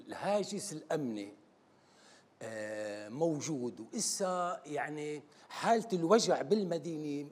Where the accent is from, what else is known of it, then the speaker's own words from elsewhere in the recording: Syria; أنا ما عندي تعريف إلا كسوري أبدا كهذا التعريف.